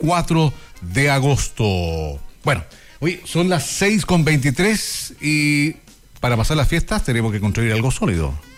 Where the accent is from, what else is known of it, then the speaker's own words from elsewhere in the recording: Chile; Bueno, como buen chileno, va a faltar el último que llegue.